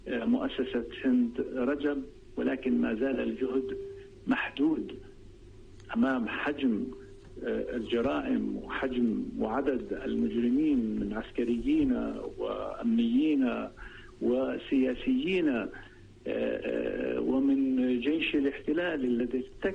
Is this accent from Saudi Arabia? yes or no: no; Palestine; دورنا نحن كشعب فلسطيني.